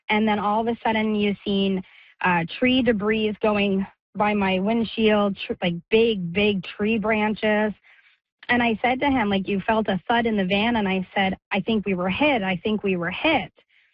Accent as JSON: {"language": "English", "town": "Summerside", "region": "Prince Edward Island", "country": "Canada", "said": "I'm from Summerside, PEI."}